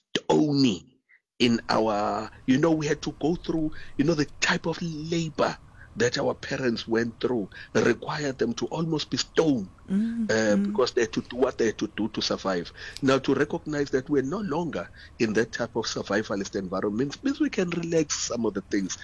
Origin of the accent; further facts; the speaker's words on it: Durban, KwaZulu-Natal, South Africa; we grew up in segregated beaches. We grew up where I'm born and raised in Durban.